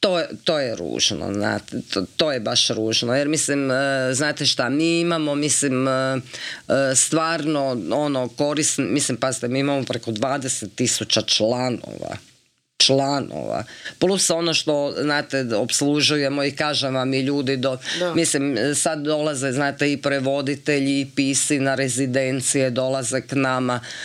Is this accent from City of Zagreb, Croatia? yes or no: no; Slavonski Brod, Brod-Posavina County, Croatia; moved away; ja sam iz Slavonskog Broda